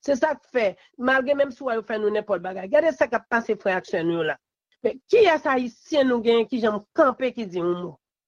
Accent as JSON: {"language": "French", "country": "Haiti", "said": "Je ne crois pas que c'est seul président ici, en tant que haïtien seulement, que nous avons."}